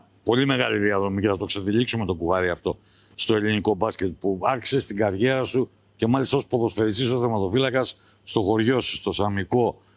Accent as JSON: {"language": "Greek", "region": "Crete", "country": "Greece", "tie": "born or raised there", "said": "Αυτή τη φορά γίνεται στην πατρίδα μου. Γίνεται εδώ στην Κρήτη."}